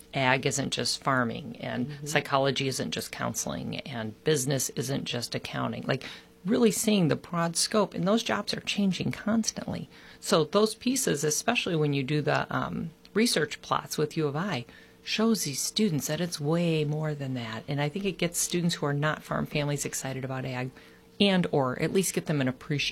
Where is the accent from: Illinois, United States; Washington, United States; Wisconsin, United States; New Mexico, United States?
Illinois, United States; I'm from Putnam County originally